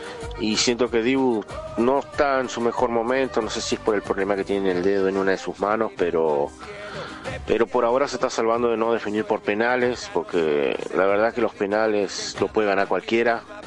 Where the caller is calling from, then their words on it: José C. Paz, Buenos Aires Province, Argentina; de José Cepaz.